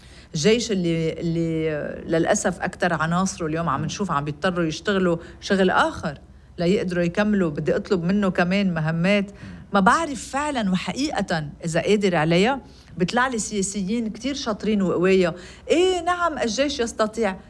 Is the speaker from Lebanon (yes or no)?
yes; Lebanon; نحن كلبنانيين